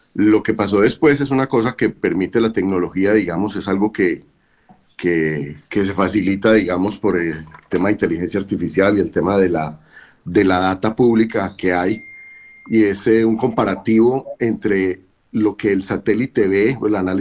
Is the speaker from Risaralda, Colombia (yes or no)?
yes; Pereira, Risaralda, Colombia; Yo soy un pereirano, nacido en Pereira, nunca me he ido de Pereira.